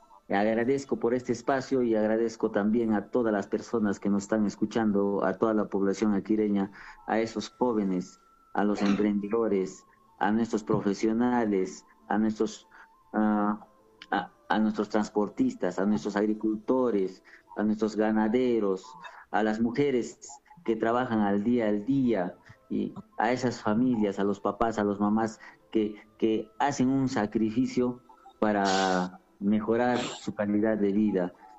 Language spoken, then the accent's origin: Spanish; Haquira, Apurímac, Peru